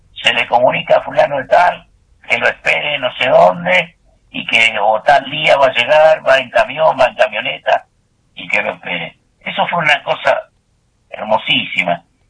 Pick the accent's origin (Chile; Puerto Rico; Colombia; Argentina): Argentina; Ingeniero Jacobacci, Río Negro; now in San Carlos de Bariloche, Argentina; Tuve la suerte de criarme en Jacobacci, porque yo no nací en Jacobacci. Yo nací acá en San Carlos de Bariloche.